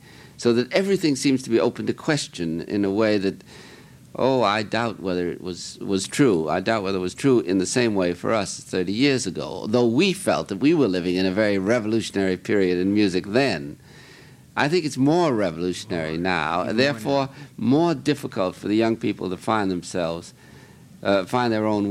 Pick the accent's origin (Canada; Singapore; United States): United States